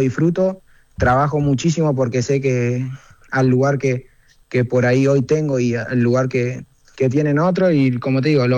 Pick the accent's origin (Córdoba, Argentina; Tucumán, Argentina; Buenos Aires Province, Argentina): Buenos Aires Province, Argentina; Carmen de Patagones; moved away; also born or lived in Chicago; Yo soy de Carmen de Patagones, pero estás, y ahora estoy en Buenos Aires.